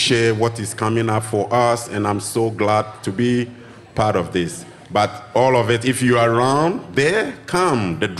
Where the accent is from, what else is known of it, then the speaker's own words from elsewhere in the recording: Nungua, Greater Accra, Ghana; now in Australia; I come from Nungwa. So the capital, I come from Ghana, West Africa. The capital of Ghana is Accra. And I come from a little village down there called Nungwa.